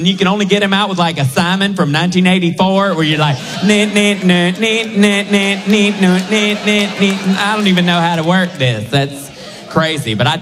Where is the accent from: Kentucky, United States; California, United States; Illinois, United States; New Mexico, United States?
Kentucky, United States; I grew up in Kentucky